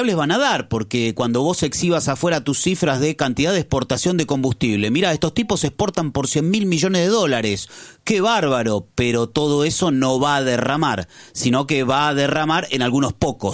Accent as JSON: {"language": "Spanish", "country": "Argentina", "said": "Como argentinos, como población"}